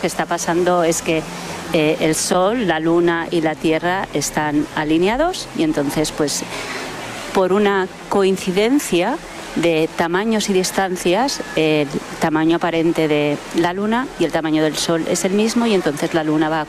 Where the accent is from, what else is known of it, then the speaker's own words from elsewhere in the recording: Spain; now in Leiden, Netherlands; veo a los estudiantes que están organizando viajes a España, Soria, Barcelona, lo que sea, donde yo dices, es mi tierra.